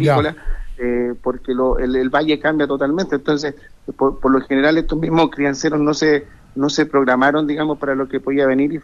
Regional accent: Rinconada de Silva, Valparaíso, Chile; Yo soy de Rincona de Silva también.

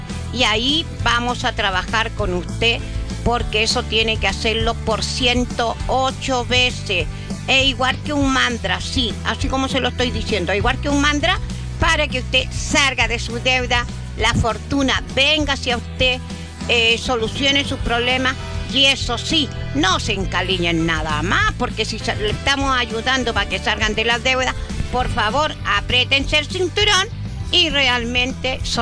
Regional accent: Chile; A veces nosotros como chilenos no hacemos nada.

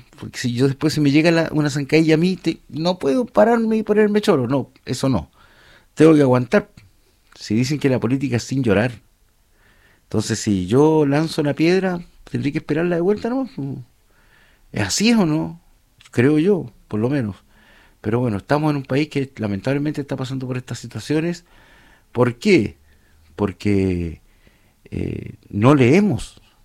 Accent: Chile; darle una vuelta como chilenos.

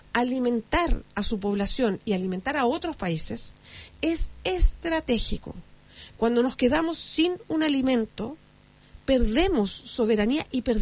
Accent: Chile; nosotros, como chilenos y chilenas, que éramos productores de azúcar, dejamos de producir azúcar.

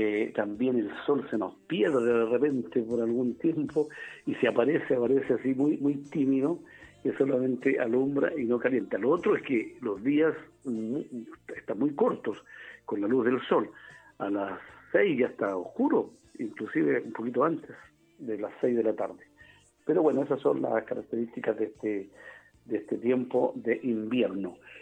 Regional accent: Chile

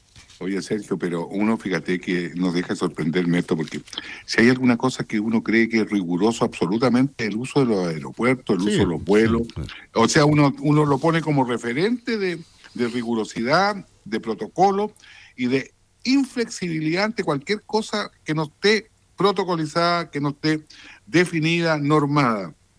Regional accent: Chile

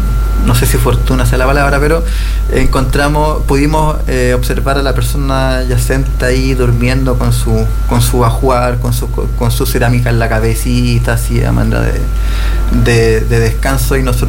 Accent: Buenos Aires, Argentina; Y yo como porteño, mi abuela me decía que yay yay, por ejemplo, es viento.

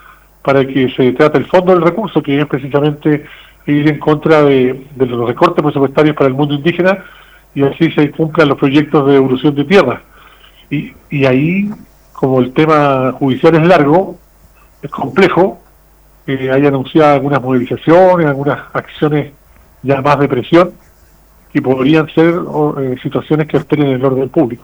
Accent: O'Higgins, Chile; yo soy del Córdoba, por hecho, ¿eh? Ahí en la esquina.

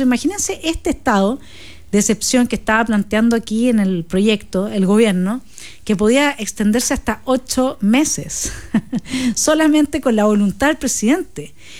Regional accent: Chile; nosotros somos chilenos

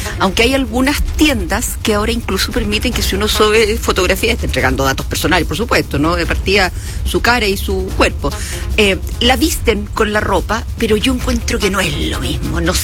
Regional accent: Chile; somos buenos los chilenos

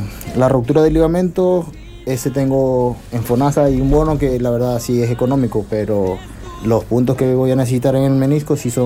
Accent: Venezuela; moved away as an adult; now in Chile; Soy un joven venezolano de 26 años, el cual ya radicó 3 años acá en Chile.

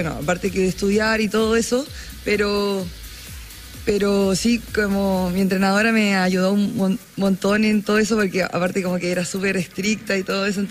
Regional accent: Achao, Los Lagos, Chile; also born or lived in Castro; Bueno, yo soy de Chiloé.

